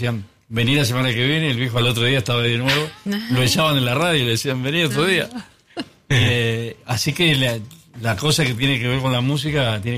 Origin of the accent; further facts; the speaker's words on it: Villa Diamante, Buenos Aires Province, Argentina; born there; also born or lived in Monte Grande; Cuando era chico escuchaba, primero en Villa Diamante, pues yo vivía ahí, y después en Monte Grande